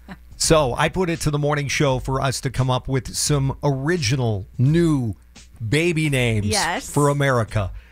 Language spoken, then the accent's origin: English; Midwest, United States; I'm from the Midwest